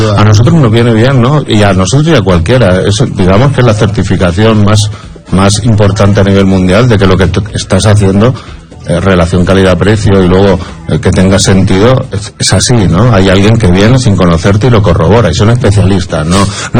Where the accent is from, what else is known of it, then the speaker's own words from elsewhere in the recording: Spain; evidentemente somos españoles